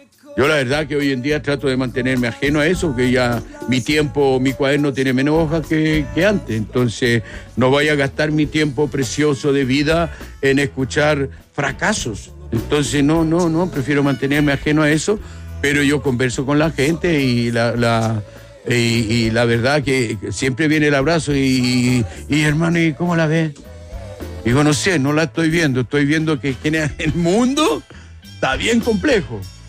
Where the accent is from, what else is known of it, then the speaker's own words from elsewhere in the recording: Chile; nosotros como somos chilenos